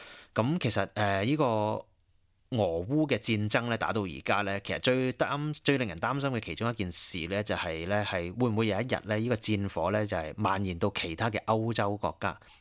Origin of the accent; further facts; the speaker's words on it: Australia; 咁啊沙特受到攻擊其實同我哋澳洲人有咩關係咧？